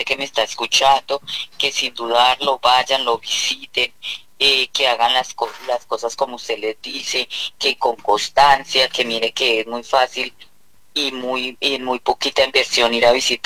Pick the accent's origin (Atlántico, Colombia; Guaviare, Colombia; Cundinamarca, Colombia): Cundinamarca, Colombia; Topaipí; Sí, profe, yo le comentaba, yo soy de Topayti.